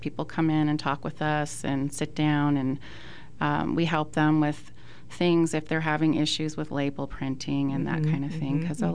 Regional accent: Washington, United States; now in Arizona, United States; So I'm a native from Washington State, but I moved to Arizona in 2019.

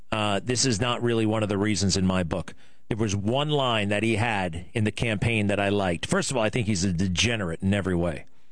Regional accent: New York, United States; I'm a New Yorker.

